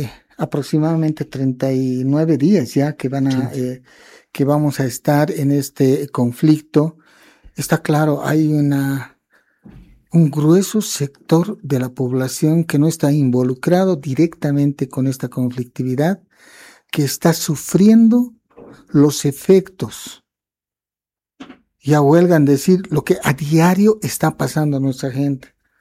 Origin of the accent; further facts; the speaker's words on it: Bolivia; no hemos tenido la oportunidad de volver, digamos, a mirarnos como bolivianos, como bolivianas